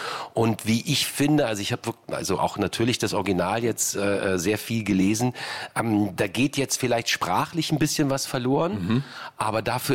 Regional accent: Düsseldorf, North Rhine-Westphalia, Germany; moved away as an adult; now in Berlin, Germany; Ich bin Düsseldorfer, ja. Ich bin Wahlberliner, seit 90.

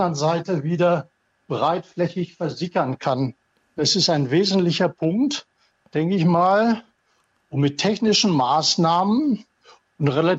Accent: North Rhine-Westphalia, Germany; born there; und ich komme gebürtig aus Nordrhein-Westfalen

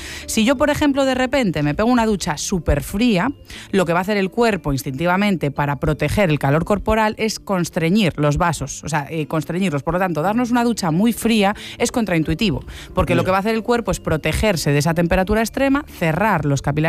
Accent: Galicia, Spain; como gallega, que esto era un poco un chiste de, pues, el costumbrismo de un poquito de calor

